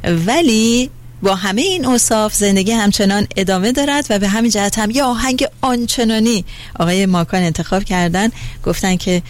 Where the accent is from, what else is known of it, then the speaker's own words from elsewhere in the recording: Iran; moved away; وقتی ما توی خارج از ایران هستیم